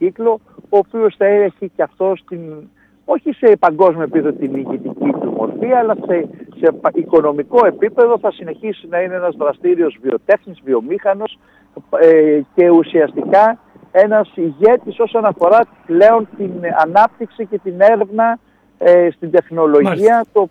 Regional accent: Greece; σαν Έλληνες που είμαστε

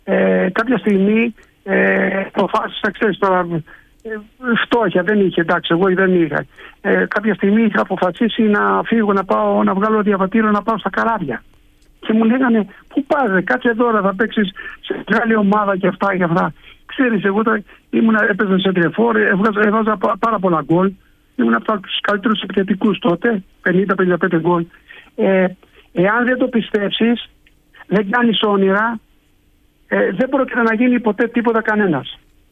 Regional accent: Lavrio, Attica, Greece; also born or lived in Nea Ionia; Μεγάλωσα στο Λαύριο.

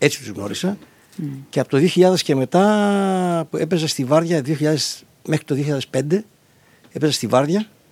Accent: Chania, Crete, Greece; born there; Εγώ είμαι από τα Χανιά

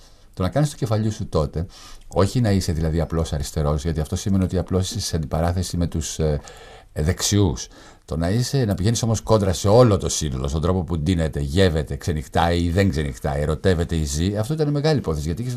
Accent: Piraeus, Attica, Greece; γεννήθηκα και μεγάλωσα στην πόλη που κάθε Θεσσαλονικιός που κατεβαίνει στην Αθήνα, όταν του πω ότι πάμε μια βόλτα στον Πειραιά, πετάει τη σκούφια του στον αέρα από χαρά.

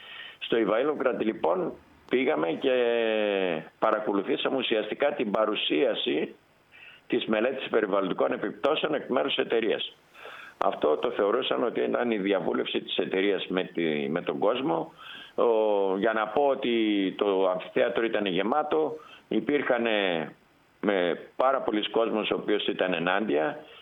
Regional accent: Greece; εμείς σαν Έλληνες

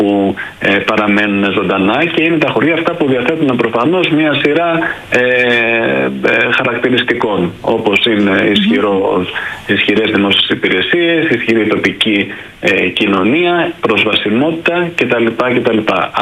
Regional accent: Sparta, Peloponnese, Greece; δηλαδή εγώ μπορεί να ενδιαφέρω με κατάγομαι από τη Σπάρτη.

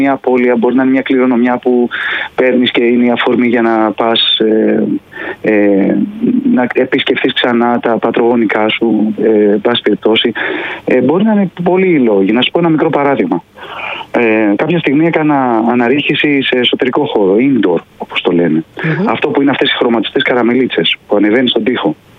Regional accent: Athens, Attica, Greece; Όχι, είμαι Αθηναίος. Τους... Είμαι Αθηναίος που πάω στις Κουτσουπιές

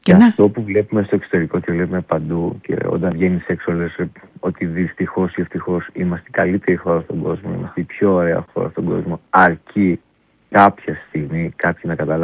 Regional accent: Greece; εμείς, σαν Έλληνες

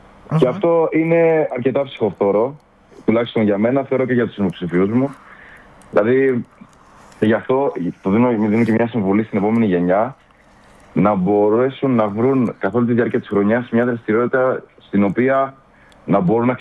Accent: Rhodes, South Aegean, Greece; ως νησιώτες είμαστε εδώ η ναυαρχίδα του τουρισμού.

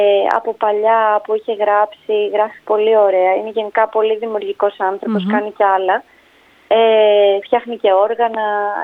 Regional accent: Ano Kastritsi, Western Greece, Greece; Το χωριό μου είναι το Άνω Καστρίτσι, στην Αχαΐα. Mm-hmm. Είναι πολύ κοντά στο Αίγιο.

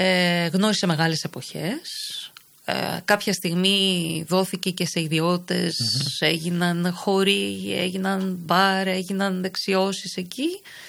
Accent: Greece; εμείς σαν Έλληνες αυτό αισθανόμαστε, θεωρώ.

